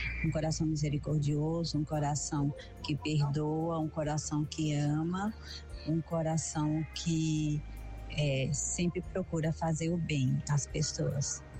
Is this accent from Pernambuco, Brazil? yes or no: yes; Brejo da Madre de Deus, Pernambuco, Brazil; Sou de Fazenda Nova, município do Brejo da Madre de Deus.